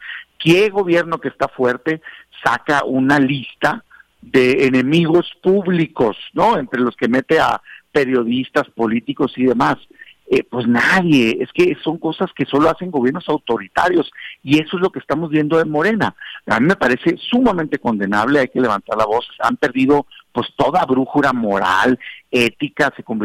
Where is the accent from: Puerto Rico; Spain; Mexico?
Mexico; yo como todo mexicano